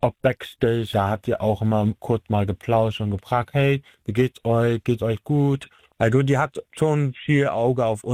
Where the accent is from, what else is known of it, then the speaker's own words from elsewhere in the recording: Neubrandenburg, Mecklenburg-Vorpommern, Germany; Na klar, bleibt Neubrandenburg in meiner Heimatstadt im Herzen auch vor allem, weil meine Familie wohnt ja dort.